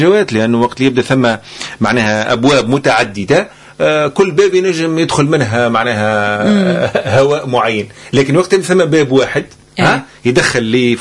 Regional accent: Tunisia

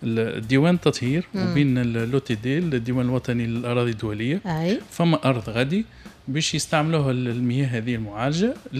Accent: Tunisia; عندنا في تونس

